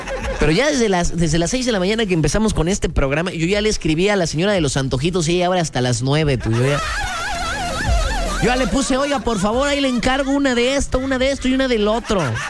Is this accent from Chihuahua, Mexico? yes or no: no; Veracruz, Mexico; moved away; ya para mis tierras, allá en la zona de las altas montañas, así le decíamos el queso jarocho.